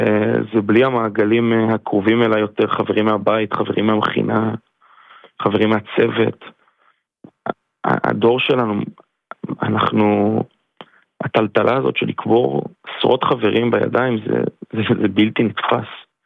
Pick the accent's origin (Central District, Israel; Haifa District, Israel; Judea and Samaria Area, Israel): Haifa District, Israel; Zikhron Ya'akov; ספי, אני מזכיר לכם, הוא מגיע מאלי, אני מגיע מזיכרון, הפלגה שלנו הייתה חצויה במובן הזה, חצי-חצי